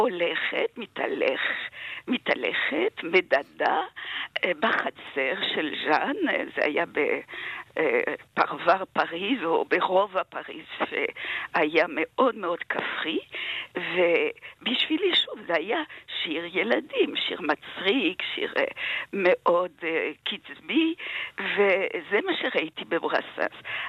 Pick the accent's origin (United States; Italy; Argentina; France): France; now in Israel; אני פשוט הייתי צרפתיה, אני עדיין, אבל נולדתי באווירה הזאת של השירה הקלאסית ושל שירי טרובדורים